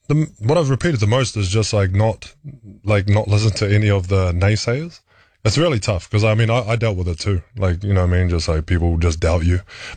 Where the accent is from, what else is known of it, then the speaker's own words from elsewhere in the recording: New Zealand; you kind of still keep to being Kiwi. You know what I mean? As much as I can, I mean, just try and be myself, man.